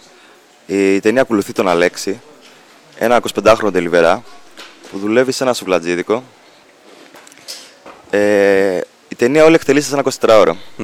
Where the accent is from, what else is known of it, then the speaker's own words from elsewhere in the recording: Larnaca, Larnaca District, Cyprus; Μεγάλωσα, γεννήθηκα στην Κύπρο, ναι. Είμαι γεννημένος στη Λάρνακα.